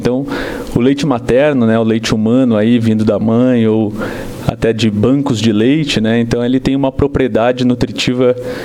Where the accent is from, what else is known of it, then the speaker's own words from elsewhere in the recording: Paraná, Brazil; eu sou do interior do Paraná, e aqui também sendo interior